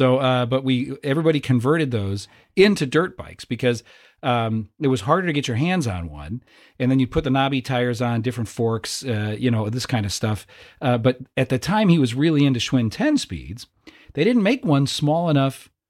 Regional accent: Moline, Illinois, United States; growing up in River City, we always called it the Criterium

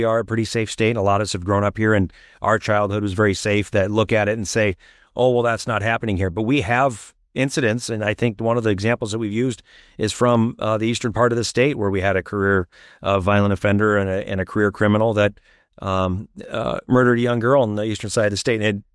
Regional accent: Iowa, United States; They want to grow up, I think, the way I grew up here in Iowa. In the 80s and the 90s

